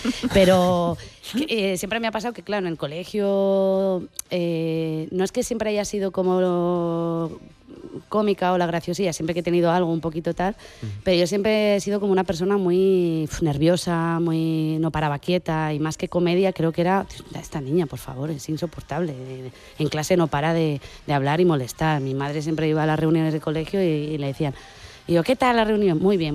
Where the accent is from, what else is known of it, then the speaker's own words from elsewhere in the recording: Burgos, Castile and León, Spain; Soy lo que soy porque me he criado en Burgos, mi familia es de Burgos, mi entorno es de Burgos, o sea, todo, o sea, mis antepasados son de Atapuerca